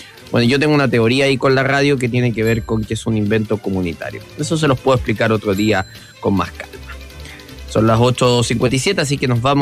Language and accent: Spanish; Concepción, Biobío, Chile; yo soy de Concepción.